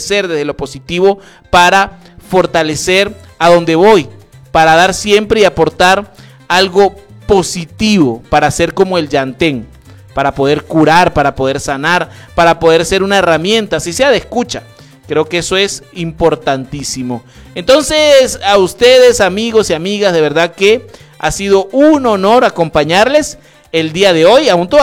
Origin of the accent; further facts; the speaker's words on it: Venezuela; Decir que somos venezolanos, decir que somos campesinos, decir que somos llaneros, decir que somos andinos, decir que somos del Chama, que somos del Arenal, que somos de Guido.